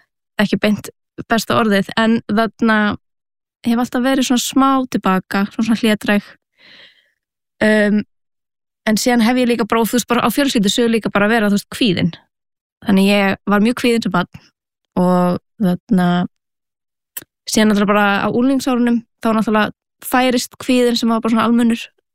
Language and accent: Icelandic; Reykjavík, Capital Region, Iceland; Herði, ég ólst upp eða fættist í Reykjavík og haf alltaf búið hér. Bjó fyrstu 7 ár æfuminar á Baldurskötunni, neyri bæ og svona miðbæjar barn.